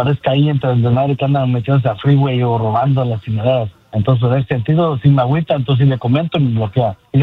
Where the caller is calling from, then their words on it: San Fernando Valley, California, United States; andamos trabajando aquí en el Valle de San Fernando.